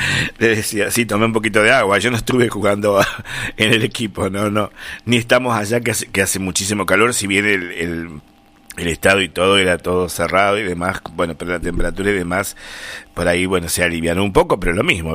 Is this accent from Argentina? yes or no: yes; Argentina; Ya se sabe que somos argentinos, desde luego, y estamos súper felices